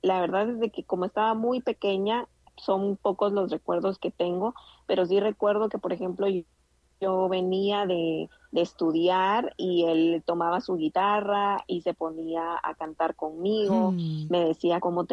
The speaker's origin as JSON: {"language": "Spanish", "country": "Guatemala", "tie": "born or raised there", "said": "Nosotros somos de acá de Guatemala y nosotros crecimos pues por la bendita voluntad de nuestro Señor Jesús en un hogar cristiano siempre."}